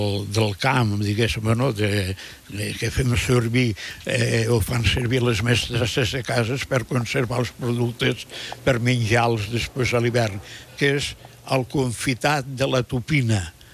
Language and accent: Catalan; Catalonia, Spain; also born or lived in Val d'Aran; la meva comarca, la de la Segrià